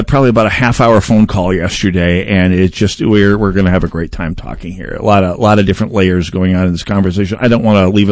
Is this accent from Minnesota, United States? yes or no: yes; Saint Paul, Minnesota, United States; I'm from the St. Paul side here. Anything west of Lindell might as well be South Dakota to me.